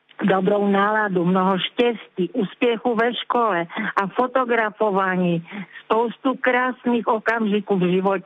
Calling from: Malenovice, Moravian-Silesian Region, Czechia; jsem z Malenovic pod Lysou horu

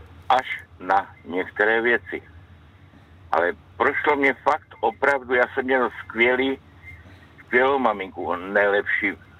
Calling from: Olomouc, Olomouc Region, Czechia; z Olomouce.

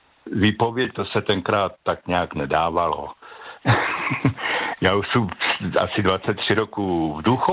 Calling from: Central Bohemian Region, Czechia; jsem ze Středočeského kraje.

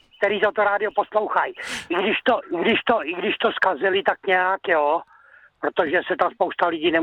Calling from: Štětí, Ústí nad Labem Region, Czechia; ze Štětí, dvojka.

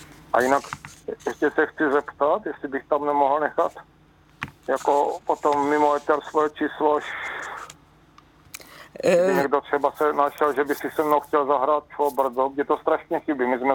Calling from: Olomouc, Olomouc Region, Czechia; No, já jsem Olomoučák

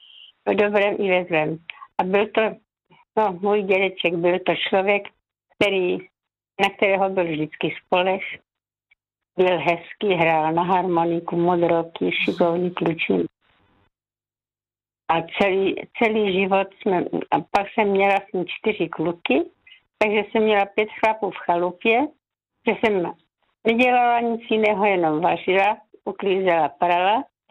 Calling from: Znojmo, South Moravian Region, Czechia; jsem posluchačka ze Znojma z penzionu u Kauflandu

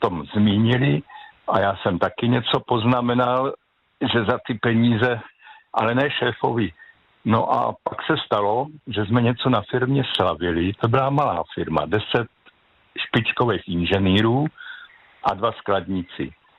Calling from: Central Bohemian Region, Czechia; Dobrý večer … jsem ze Středočeského kraje.

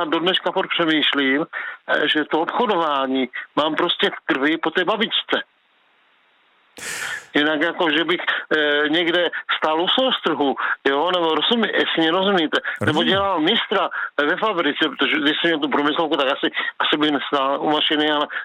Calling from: Uherské Hradiště, Zlín Region, Czechia; já jsem z Uherského Hradiště.

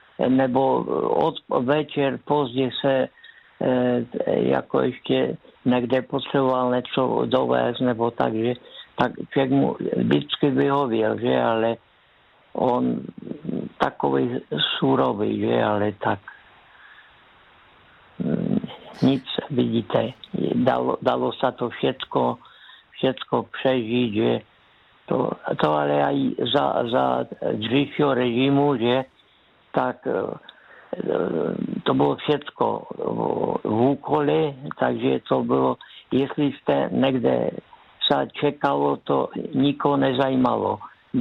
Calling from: Zlín Region, Czechia; My jsme tady Valaši

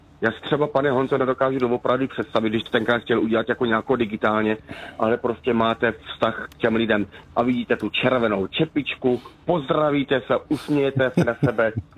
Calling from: Hradec Králové Region, Czechia; já jsem vlastně kousek od Trutnova

